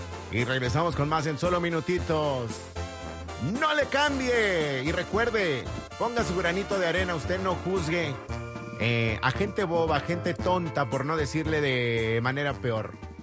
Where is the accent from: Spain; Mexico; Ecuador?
Mexico; nosotros también como mexicanos